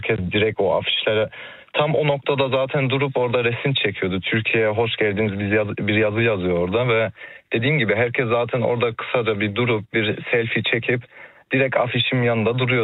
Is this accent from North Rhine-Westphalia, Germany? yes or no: no; Berlin, Germany; Çocukluğumu anneannemin yanında geçirdim. Çünkü annem babam hep yani çalışıyordular. Kreuzberg'de 3 odalı bir evde bazen 8 kişi yaşadık.